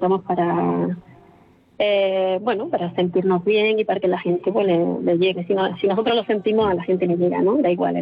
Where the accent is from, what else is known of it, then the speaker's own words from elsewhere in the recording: Baza, Andalusia, Spain; el teatro de mi pueblo, en el que yo he pisado muchas veces